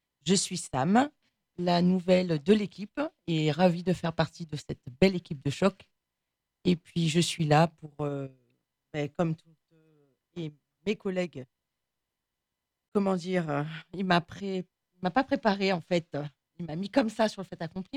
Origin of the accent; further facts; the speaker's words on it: Guadeloupe; moved away as an adult; now in France; je suis de la Guadeloupe, d'origine libanaise. Et puis j'ai vécu toute ma vie là-bas. Mes enfants sont nés là-bas. Et puis là, je suis venue faire un petit tour en métropole.